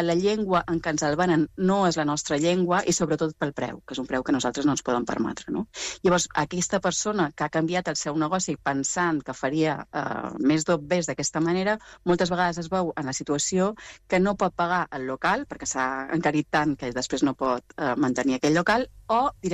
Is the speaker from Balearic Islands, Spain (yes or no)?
yes; Balearic Islands, Spain; jo venc de Mallorca, tota la meva vida ens han dit que nosaltres vivim del turisme